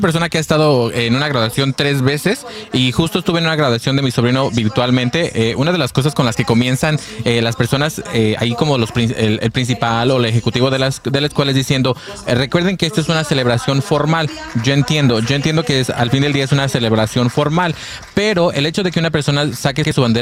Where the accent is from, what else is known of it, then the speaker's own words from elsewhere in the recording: Mexico; now in United States; muchos que venimos de nosotros de México, el lograr y graduarnos de una universidad o de una escuela aquí en Estados Unidos es simplemente un orgullo.